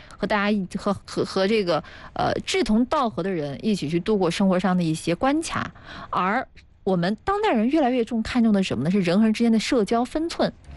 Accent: northern China, China; now in Hefei, China; 因为我是北方人嘛，北方人

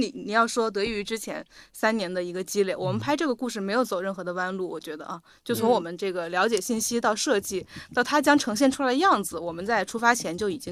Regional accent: China; 我们中国人

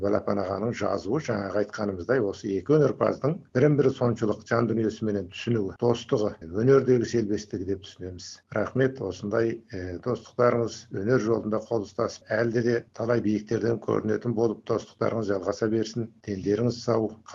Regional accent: Qapqal County, Xinjiang, China; Іле облысының мына Чапчал ауданында туып өстік, осы жерде қызмет істедік, есейдік.

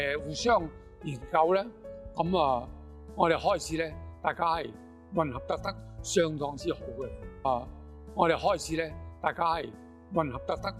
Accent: Hong Kong; also born or lived in Guangzhou; 咁我咧就系、1949年嘅时间由广州落咗香港嘅，嗰时我系4岁啊。咁我喺香港长大，喺香港学大戏。

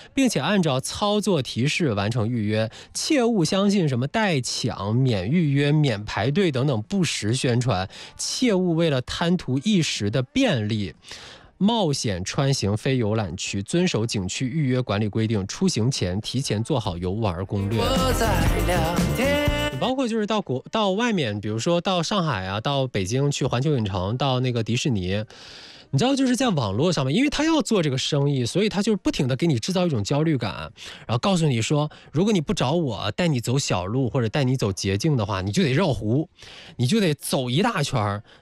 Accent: Zhejiang, China; 我们浙江人

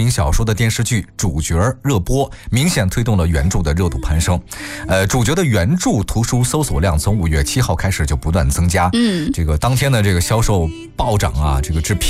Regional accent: North China, China; 我也是大华北地区的人。

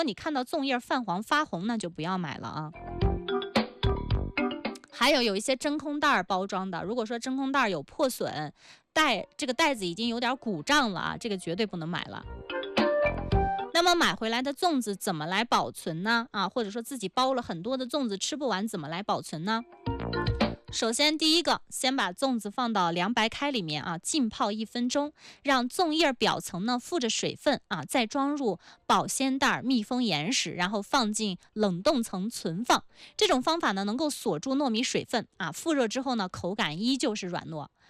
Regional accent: Qinghai, China; 我们青海端午的风俗也有很多啊，像这个挂艾叶呀、杨柳啊。啊，还有包括吃粽子呀，啊，可能我们北方吃的甜粽比较多

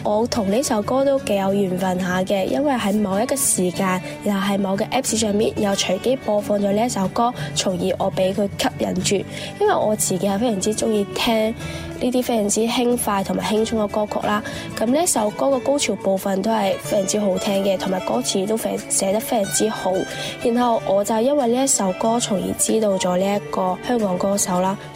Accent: Macau; Hello， 大家好，

